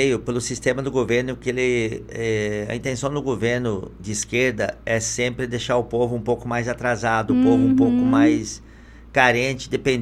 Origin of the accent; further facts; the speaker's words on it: Rio Grande do Sul, Brazil; born there; also born or lived in Vilhena; now in Cuiabá, Brazil; Eu nasci no Rio Grande do Sul. Morei 20 e poucos anos em Vilhena, Rondônia. Agora moro em Mato Grosso, Cuiabá.